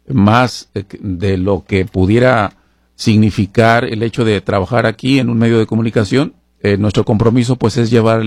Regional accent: Mexico; moved away; como latinos, como hispanos, como en este caso como mexicanos

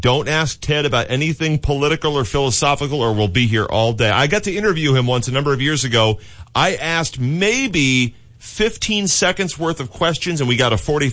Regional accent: Bay Area, California, United States; moved away; I grew up in the Bay Area

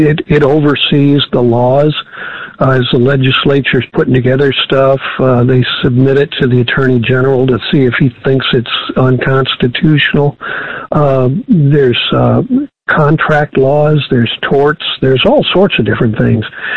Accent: California, United States; I'm the guy from California, so I'm not going to interfere my way into the state's race.

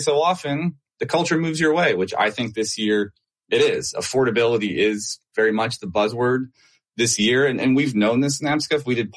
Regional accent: Pittsburgh, Pennsylvania, United States; I grew up in Pittsburgh, still live here.

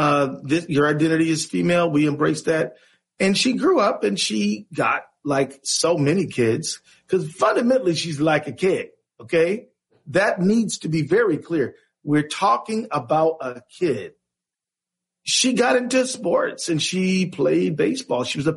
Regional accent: Detroit, Michigan, United States; moved away as an adult; now in Minnesota, United States; I was born and raised in Detroit, I lived my whole adult life in Minnesota. But when I, from zero to about 22, I lived in Detroit.

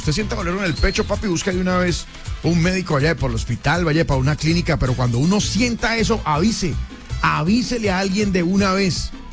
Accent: Colombia; Como buenos colombianos, nosotros aceptamos

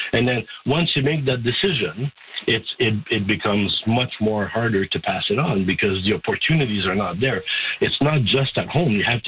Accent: Ontario, Canada

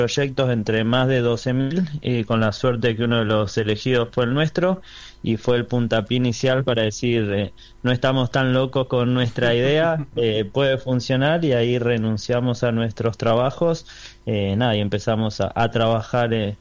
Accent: Tandil, Buenos Aires Province, Argentina; now in Buenos Aires, Argentina; yo y mi hermano somos de Tandil, pero estamos radicados en Buenos Aires.

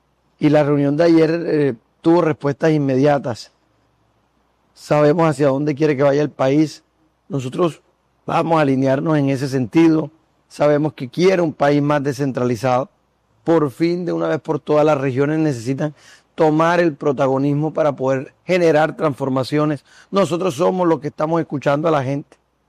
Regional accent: Magangué, Bolívar, Colombia; also born or lived in Bogotá; yo nací en Magangué. Uh-huh. Magangué es el pueblo de mis amores. Yo nací allá, crecí allá, estudié allá, crecí siendo amigo de los mototaxistas

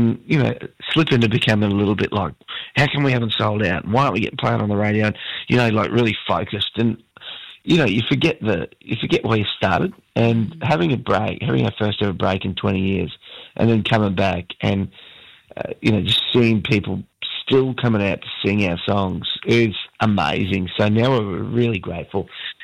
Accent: Rockhampton, Queensland, Australia; growing up in Rocky

